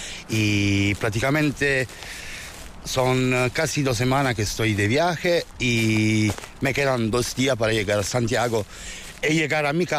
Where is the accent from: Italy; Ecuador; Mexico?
Italy; Muy buena … vengo de Italia.